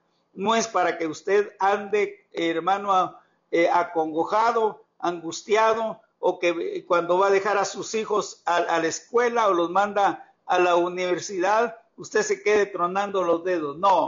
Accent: Guatemala; Yo viví el terremoto del 4 de febrero de 1976 en Guatemala. Era un muchacho tal vez de unos 13 años.

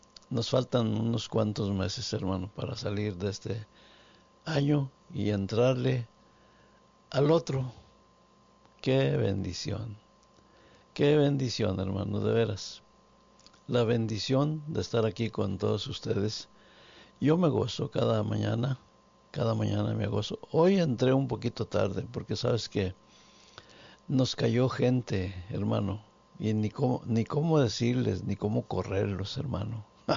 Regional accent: San Luis Potosí, Mexico; now in San Antonio, United States; saludos a mi tierra, San Luis Potosí.

